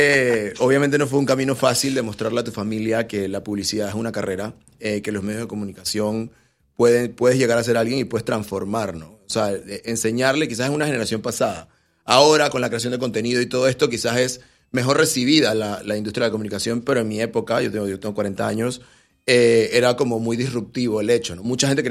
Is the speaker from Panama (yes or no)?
yes; Panama City, Panamá, Panama; yo soy panameño, mi mamá es brasileña, igual creció también en Panamá. O sea, se vino desde muy niña a Panamá. Mi papá es de La Chorrera. Y bueno, crecí en Villa de las Fuentes y La Alameda, por allá okay. Por El Dorado.